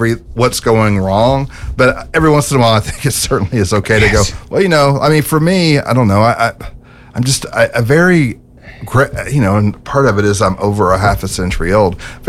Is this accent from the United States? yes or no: no; Ireland; And I'm Irish. So every time something bad happens, I assume it'll come in threes.